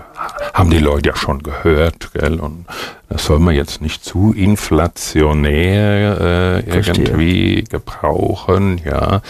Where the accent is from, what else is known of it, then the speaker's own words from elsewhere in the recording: Hesse, Germany; Ich komme ja aus Hessen